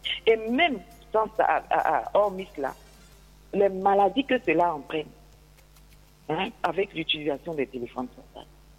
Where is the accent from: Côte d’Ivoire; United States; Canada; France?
Côte d’Ivoire; comme on pourrait le dire chez nous en Côte d'Ivoire.